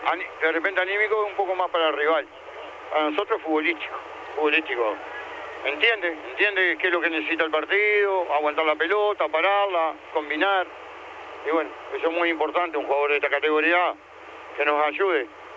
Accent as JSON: {"language": "Spanish", "region": "Montevideo", "country": "Uruguay", "also_born_or_lived": "Rocha", "moved": "yes", "said": "yo soy de la ciudad, como dice la canción. Soy montevideano, pero mitad de mi vida tengo en el campo y la otra mitad en Rocha. Así que conozco bien el interior"}